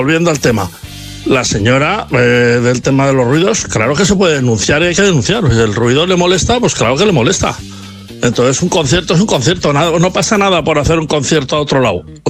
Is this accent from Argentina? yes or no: no; San Sebastián, Basque Country, Spain